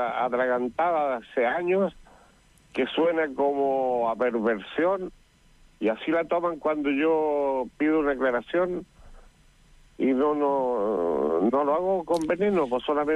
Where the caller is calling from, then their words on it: Santiago, Santiago Metropolitan Region, Chile; De Santiago Centro.